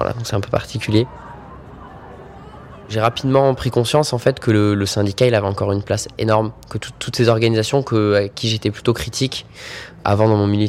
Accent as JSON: {"language": "French", "town": "Marseille", "region": "Provence-Alpes-Côte d'Azur", "country": "France", "said": "j'ai 27 ans et je suis de Marseille."}